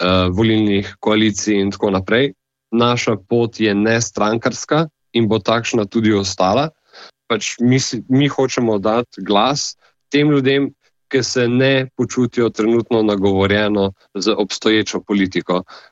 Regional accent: Ljubljana, Central Slovenia, Slovenia

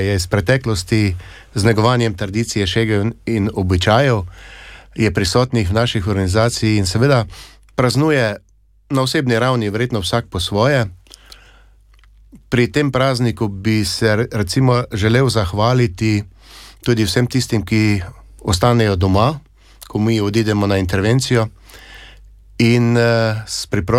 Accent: Styria, Slovenia; Sam prihajam iz Štajerske

